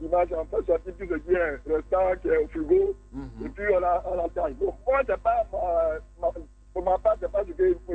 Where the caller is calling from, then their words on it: Abidjan, Côte d’Ivoire; Je vous appelle en Abidjan